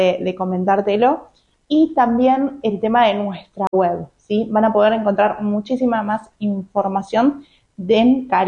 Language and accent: Spanish; Argentina; a los argentinos nos gusta mucho